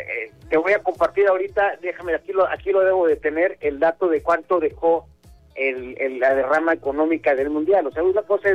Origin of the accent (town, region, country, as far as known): Mexico